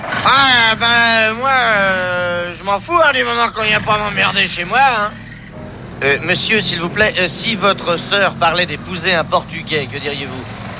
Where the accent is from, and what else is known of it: France